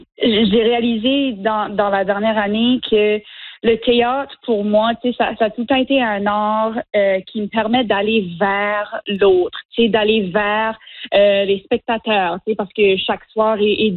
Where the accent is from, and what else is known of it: Nova Scotia, Canada; born or raised there